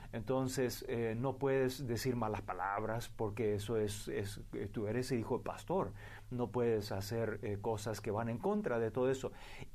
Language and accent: Spanish; Paraguay; Vengo del Paraguay. Nací, crecí, me malcrié en Paraguay. De una familia de misioneros que llegaron al Paraguay pues hace muchos años.